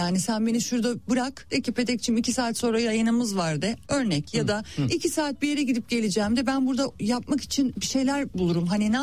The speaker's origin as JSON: {"language": "Turkish", "town": "Izmir", "region": "İzmir", "country": "Turkey", "also_born_or_lived": "United States", "moved": "as an adult", "said": "İzmirliyim, evet, ben. Ve biz birbirimizden koptuk ama birbirimizin aklından ve kalbinden kopmadık."}